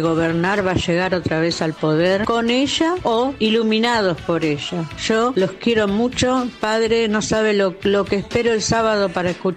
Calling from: Ramos Mejía, Buenos Aires Province, Argentina; de Ramos Mejía.

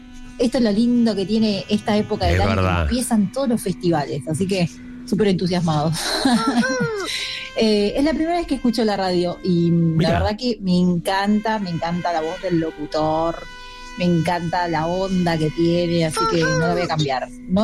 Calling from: Corral de Bustos, Córdoba, Argentina; Estoy acá en Corral de Bustos, esto es sur de la provincia de Córdoba, puro campo

